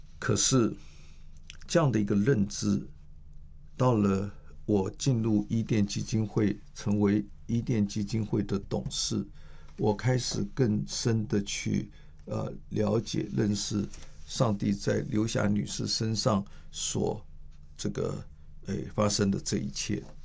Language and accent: Chinese; Taipei, Taiwan; 我是一个台北出生台北长大的小孩